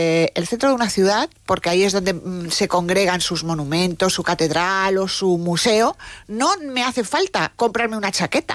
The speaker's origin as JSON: {"language": "Spanish", "town": "Madrid", "region": "Community of Madrid", "country": "Spain", "said": "yo soy de Madrid, pero amo Santiago de Compostela. Voy todos los años un par de veces"}